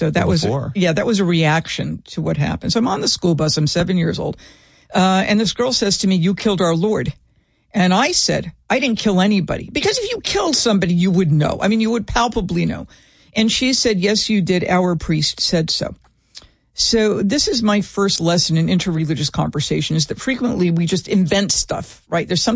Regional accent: North Dartmouth, Massachusetts, United States; born or raised there

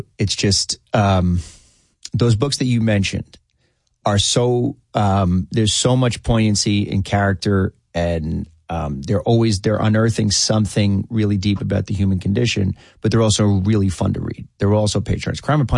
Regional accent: New York, United States; I'm from Rockland County. So the people that are in my extended family, they would not think that I sound like I'm from anywhere. The Bronx affectation of those voices is crazy. So I don't have any of that. But I grew up in Rockland County.

